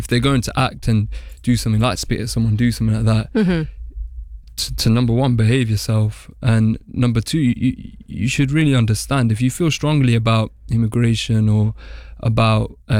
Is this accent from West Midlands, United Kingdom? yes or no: yes; Leamington Spa, West Midlands, United Kingdom; now in London, United Kingdom; from Leamington Spa, moved to London